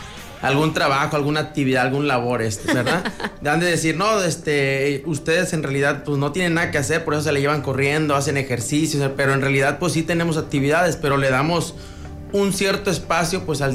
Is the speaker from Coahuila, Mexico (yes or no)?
no; Puerto Vallarta, Jalisco, Mexico; Yo soy de aquí de Puerto Vallarta, nativo. Mis papás también son de aquí de Puerto Vallarta.